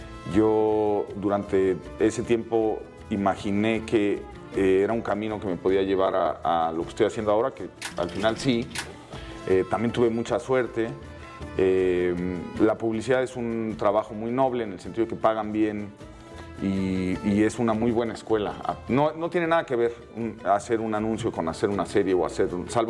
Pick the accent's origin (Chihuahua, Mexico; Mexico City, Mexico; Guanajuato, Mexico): Mexico City, Mexico; yo nací en la Ciudad de México, soy chilango de cepa. Mi padre es del Estado de México, de un pueblito al pie del volcán que se llama Ozumba, muy cerca de Amecameca. Y mi madre era de Guadalajara.